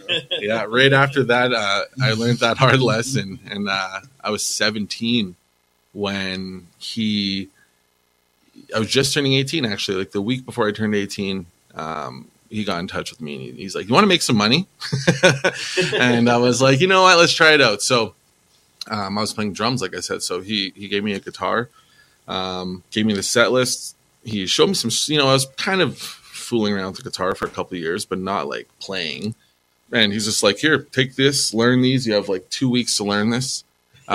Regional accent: Edmonton, Alberta, Canada; also born or lived in Buffalo Lake / Sherwood Park; In Buffalo Lake. I moved out here when I was six back to Edmonton. So I actually grew up in Elmwood, not too far from here, Calder.

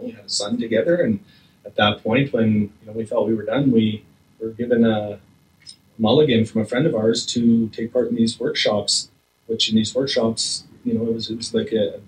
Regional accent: Slave Lake, Alberta, Canada; also born or lived in St. Paul, Canada / Edson, Canada; I was born in St. Paul, Alberta, and you know, I'm the youngest of seven, and spent about 4 years St. Paul before we moved to Edson for a year, and then my dad got transferred to Slave Lake, and that's where I grew up.

